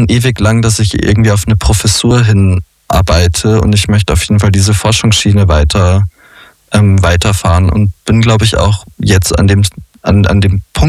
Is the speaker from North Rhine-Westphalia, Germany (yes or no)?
no; Bavaria, Germany; Als Bayer ist man eh fast auch Österreicher.